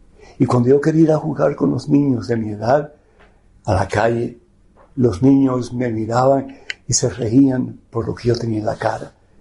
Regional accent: Cuba; moved away; Y eso pasó en Cuba. Yo soy de Cuba.

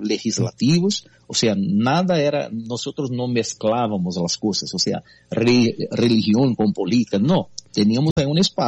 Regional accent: Brazil; una autoridad constituida en mi país

